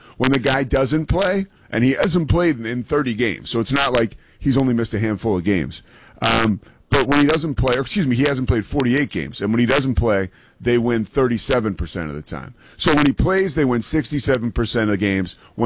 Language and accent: English; Philadelphia, Pennsylvania, United States; Philly. I'm from Philly. I have like pretty strong media ties there.